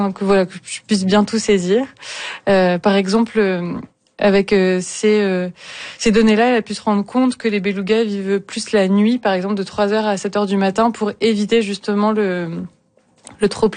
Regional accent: Toulouse, Occitanie, France; Oui, je suis française.

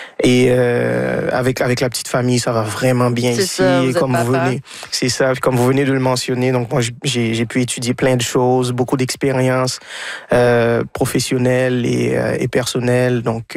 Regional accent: Haiti; moved away as an adult; now in Canada; Moi, je suis né et élevé en Haïti, donc j'ai laissé autour de 19 ans. Ma mère habitait déjà le Québec.

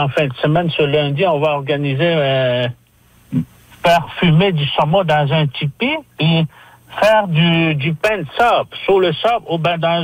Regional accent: Natashquan, Quebec, Canada; nous autres, on est des Inuits. Dans la communauté, il y a juste des Inuits dans Noutachquan.

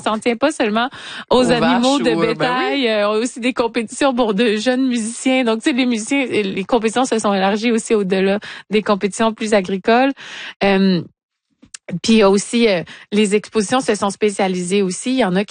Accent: Rimouski, Quebec, Canada; also born or lived in Edmonton; Les K-Days, je parlais, qui m'ont donné l'idée à Edmonton en 1872 et Rimouski en ma terre natale en 1888.

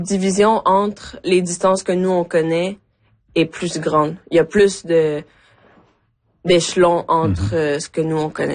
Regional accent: Quebec, Canada; French is a second language; also born or lived in Mexico; Je suis née au Mexique. Je suis arrivée au Québec à 9 ans. Je parlais pas un mot de français. Je suis allée en classe d'accueil. Ouais. J'ai fait mon adolescence au Québec.

